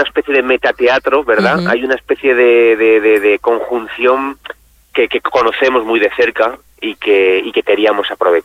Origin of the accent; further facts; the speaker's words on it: Valencia, Valencian Community, Spain; era Valencia, era una parada obligatoria, es uh-huh. mi tierra